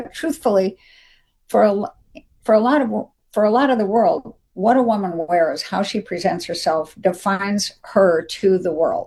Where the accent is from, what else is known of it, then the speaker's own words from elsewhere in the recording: Dayton, Ohio, United States; born there; Yep, coming home to my roots, my roots. My yeah, I was born in Dayton.